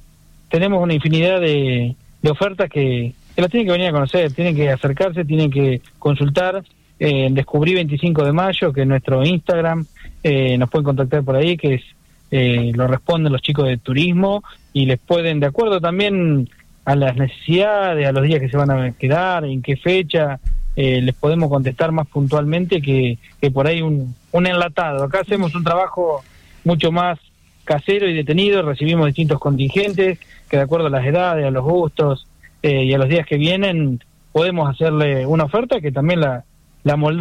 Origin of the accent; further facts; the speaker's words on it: 25 de Mayo, Argentina; 25 de mayo es un pueblo que abraza, es un pueblo que abraza a todo aquel que decide visitarlo. Somos el pueblo del Colo Barco